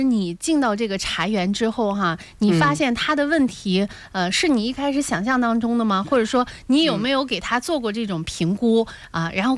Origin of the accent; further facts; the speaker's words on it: Shandong, China; 其实我们作为山东人也是很自豪的